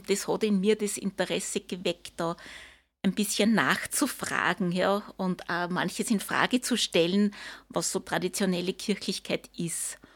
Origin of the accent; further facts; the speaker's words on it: Vienna, Austria; moved away as an adult; now in Linz, Austria; aufgewachsen bin ich in Wien. Ich bin dort, also bis ungefähr zum 30. Lebensjahr habe ich eigentlich in Wien gelebt, habe dort studiert